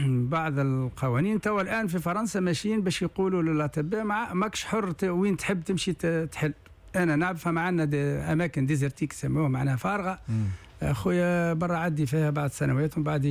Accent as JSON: {"language": "Arabic", "town": "Ben Gardane", "region": "Medenine", "country": "Tunisia", "moved": "as an adult", "lives_now": "France", "said": "احنا عشنا هنا لكن أنا أصيل بنقردين"}